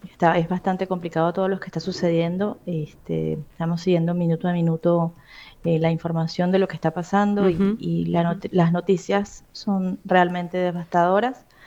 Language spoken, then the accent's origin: Spanish; Venezuela; now in Bahía Blanca, Argentina; En la ciudad de donde soy inicialmente, en Venezuela, no afectó el terremoto.